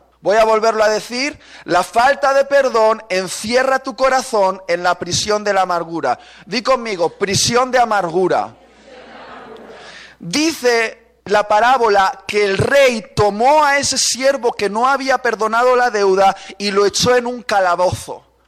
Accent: Basque Country, Spain; Yo en el País Vasco me encantan los pinchos de tortilla y el chiquito, somos vascos

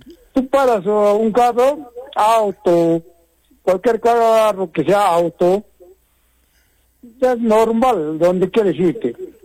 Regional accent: Apurímac, Peru; Yo ya vivo ya como 60 años acá, yo soy de Apurímac.

